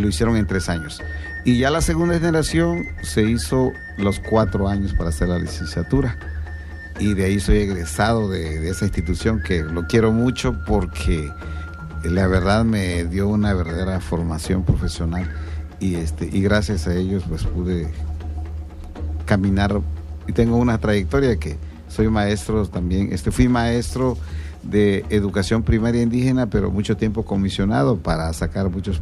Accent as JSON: {"language": "Spanish", "town": "Villa Tamulté de la Sabana", "region": "Tabasco", "country": "Mexico", "tie": "born or raised there", "said": "soy originario de la Villa Tamulté de la Sabana, del municipio del Centro Tabasco"}